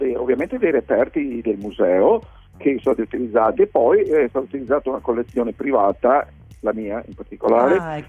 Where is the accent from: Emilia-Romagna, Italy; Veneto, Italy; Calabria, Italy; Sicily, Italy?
Veneto, Italy; Venice; Io sono cresciuto a Venezia, e quindi...